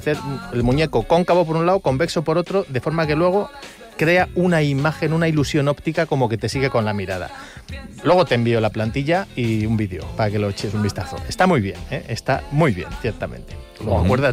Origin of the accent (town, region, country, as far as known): Spain